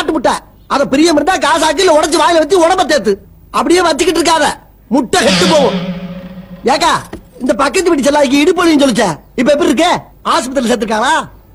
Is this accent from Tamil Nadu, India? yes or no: yes; Kanadukathan, Tamil Nadu, India; காரக்குடி பக்கத்துல காணாடு காத்தா.